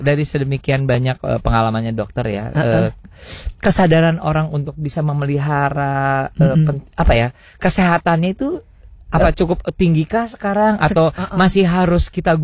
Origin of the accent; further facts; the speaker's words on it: Jakarta, Indonesia; untuk kita orang Jakarta